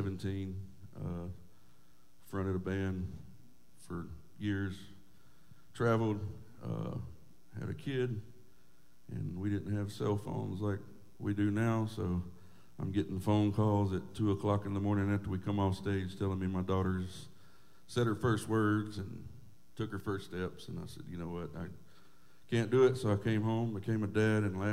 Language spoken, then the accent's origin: English; Gainesville, Georgia, United States; I grew up in Gainesville, Georgia, born and raised.